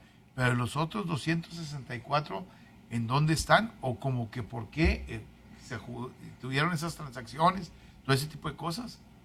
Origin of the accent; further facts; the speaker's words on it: Mexico; Qué orgulloso se siente uno como mexicano